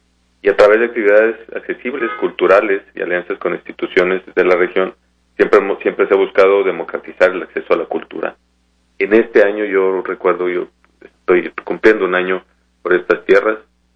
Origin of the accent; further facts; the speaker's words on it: Mexico; now in Seattle, United States; todos somos representantes de México